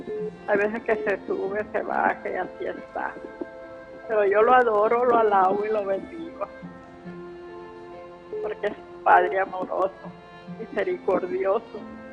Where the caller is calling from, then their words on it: Guasave, Sinaloa, Mexico; Estoy hablando de Guasave, Sinaloa